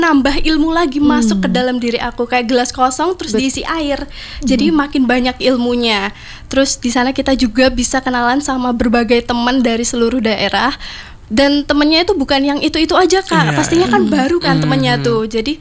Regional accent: Madiun, East Java, Indonesia; lebih ke motif batik pecel sih Kak, karena kan aku juga dari Madiun dan Madiun juga kan terkenal dengan pecelnya ya kan.

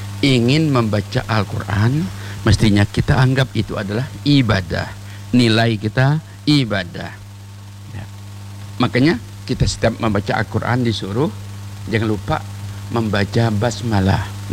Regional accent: Bangka Belitung Islands, Indonesia; kami juga orang Bangka, masih jauh, tapi kita senang melihat

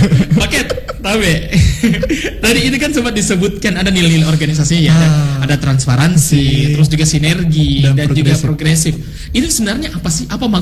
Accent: Makassar, South Sulawesi, Indonesia; Tahu lah ya kalau kita Makassar dan sekitarnya kayak diajak lagi kayak ayo ngopi deh

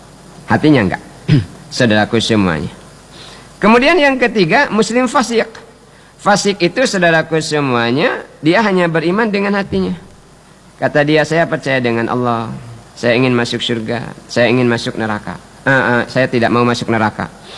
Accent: Bangka Belitung Islands, Indonesia; kata kita orang Bangka

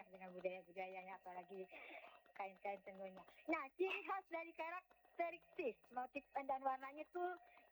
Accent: Tanimbar, Maluku, Indonesia; Memang sih saya juga punya pak saya saya lumayan sih saya dari Tanimbar itu bagus banget itu pak.

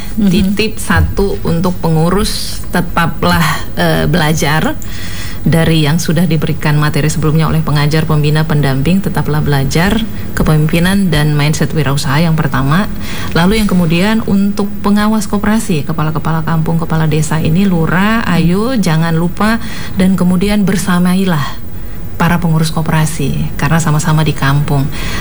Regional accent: Papua, Indonesia; kampung-kampung kami di pelosok negeri Papua

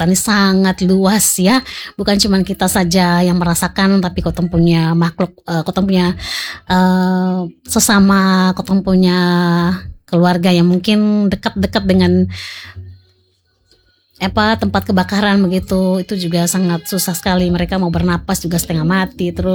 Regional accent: Waingapu, East Nusa Tenggara, Indonesia; Halo orang Sumba, beta juga orang Sumba, campuran sedikit ya, beta dari Sumba Timur. Iya, Waingapu.

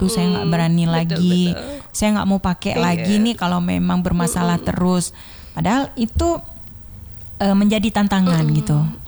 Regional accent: Aceh, Indonesia; Kita orang Aceh

